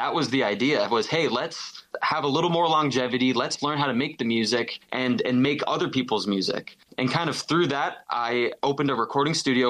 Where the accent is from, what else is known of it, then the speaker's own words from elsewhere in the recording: Fort Erie, Ontario, Canada; I'm from Fort Erie. I'm from the middle of nowhere.